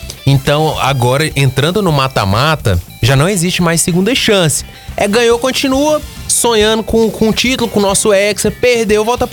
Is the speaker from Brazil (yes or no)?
yes; Brazil